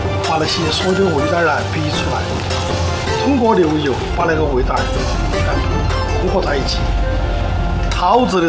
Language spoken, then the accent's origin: Chinese; Chongqing, China; 我们重庆人